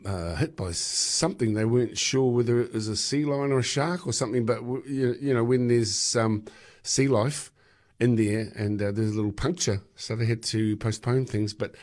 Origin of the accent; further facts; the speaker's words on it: Whangaroa, Northland, New Zealand; I am from Whangaroa